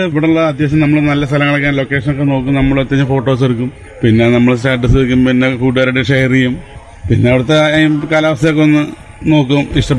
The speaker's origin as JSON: {"language": "Malayalam", "town": "Malampuzha", "region": "Kerala", "country": "India"}